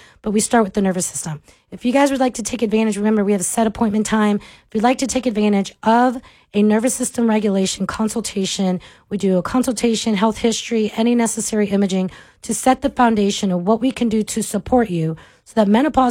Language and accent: English; Florida, United States; I'm from Florida